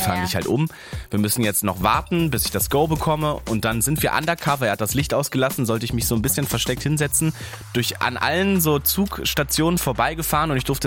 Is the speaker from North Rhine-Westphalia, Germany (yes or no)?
no; Berlin, Germany; Da war ich noch zu Hause in Berlin, ja. In meiner Heimat.